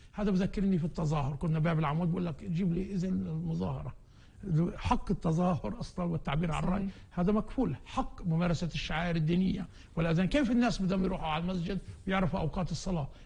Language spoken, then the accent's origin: Arabic; Palestine; يقوموا بإزعاجنا كفلسطينيين في داخل البلدة القديمة